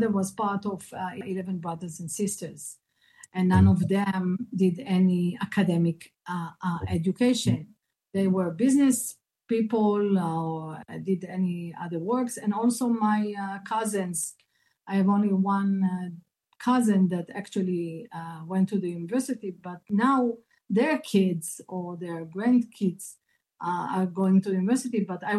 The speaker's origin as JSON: {"language": "English", "town": "Ashdod", "region": "Southern District", "country": "Israel", "tie": "born or raised there", "also_born_or_lived": "Morocco", "said": "I was born in Morocco, and I did Aliyah, or came to Israel, when I was a year and a half, like 18 months, with my mother and grandmother. And since then, of course, we lived, all our three women, together in a city called Ashdod in Israel."}